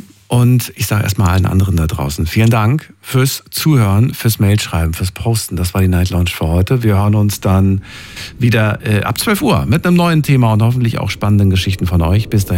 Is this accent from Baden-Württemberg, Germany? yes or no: no; Frankfurt, Hesse, Germany; Außerdem bin ich in Frankfurt groß geworden und in Frankfurt erlebst du alles.